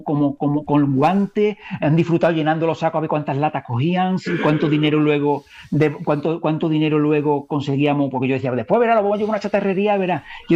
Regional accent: Gerena, Andalusia, Spain; mi pueblo está más limpio que el pueblo de al lado. O sea, Gerena tiene un pueblo a 12 kilómetros y mi pueblo está más limpio

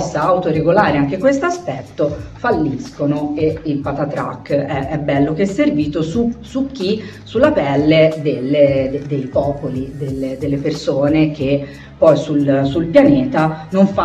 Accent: Tuscany, Italy

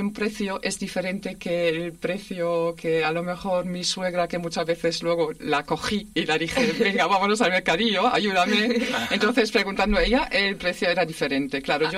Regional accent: Germany; Spanish is a second language; moved away as an adult; now in Spain; porque soy europea y, lo hemos dicho, soy de Alemania, con lo cual yo... Y además vine por amor

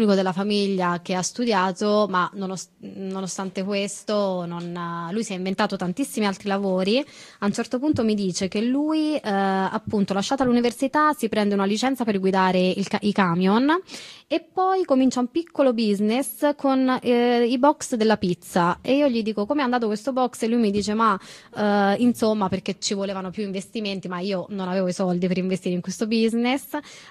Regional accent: Calabria, Italy; born there; now in Prato, Italy; io oggi sono a Firenze, ma abito a Prato, ma sono nata in Calabria, ma ho fatto ricerca sulla frontiera e adesso sono a Marsiglia a portare questi dati.

